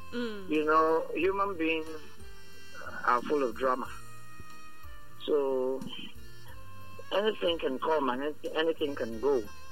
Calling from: Calabar, Cross River, Nigeria; I'm calling from Calabar.

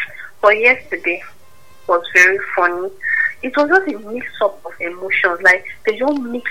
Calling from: Calabar, Cross River, Nigeria; calling from Calabar.

